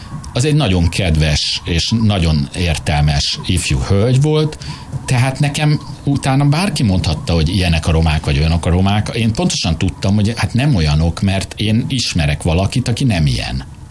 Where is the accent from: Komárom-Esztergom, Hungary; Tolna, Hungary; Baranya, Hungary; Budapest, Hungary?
Budapest, Hungary; aki itt Budán születtem, itt éltem Budán egész életemben